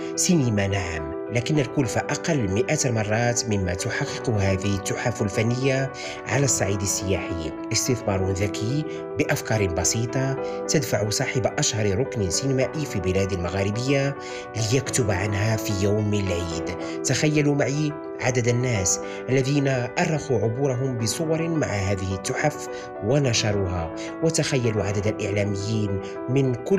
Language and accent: Arabic; Sefrou, Fès-Meknès, Morocco; بلدتي صفر التي كبرت فيها